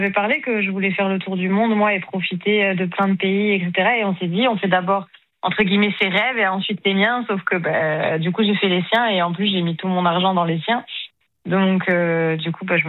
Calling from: Marseille, Provence-Alpes-Côte d'Azur, France; j'habite sur Marseille depuis 11 ans

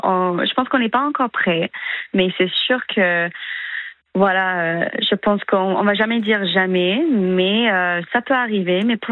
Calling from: Périgueux, Nouvelle-Aquitaine, France; first language English; French is a second language; Et moi, je suis à centre-ville de Périgueux.

